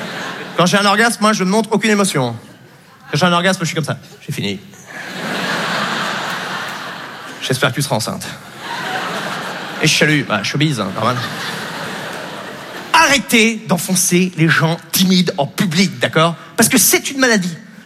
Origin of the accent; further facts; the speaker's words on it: Normandy, France; J'ai grandi en Basse-Normandie